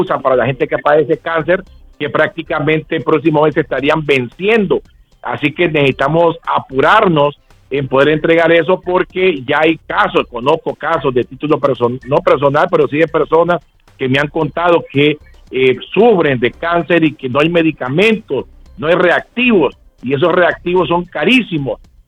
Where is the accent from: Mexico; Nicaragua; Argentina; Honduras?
Honduras; nosotros como buenos hondureños